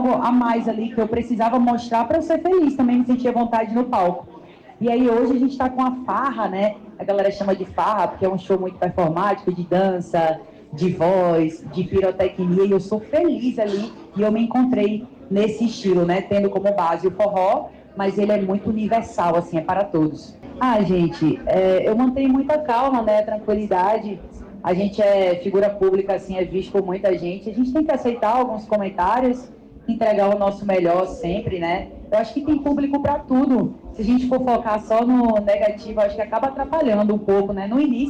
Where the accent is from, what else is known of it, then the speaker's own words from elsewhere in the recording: Northeast Region, Brazil; Eu cresci ouvindo forró em casa, né? Eu sou do Nordeste e minha família escutava muito forró, né?